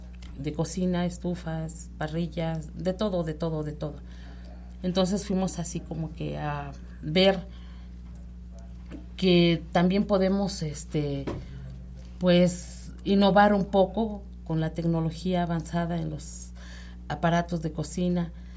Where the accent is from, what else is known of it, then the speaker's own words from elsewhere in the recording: San Nicolás, Puebla, Mexico; en mi pueblo, allá en San Nicolás, les decimos tlacloyos, tamales tontos, los largos